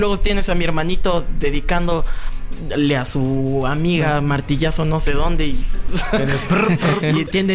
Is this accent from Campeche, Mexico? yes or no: no; Pedregal, Mexico City, Mexico; Crecimos en el Pedregal, entonces pues se nos hizo chistoso.